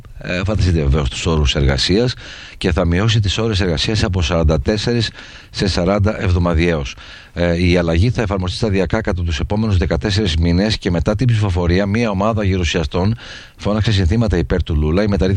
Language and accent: Greek; Greece; δεν είμαστε ως Έλληνες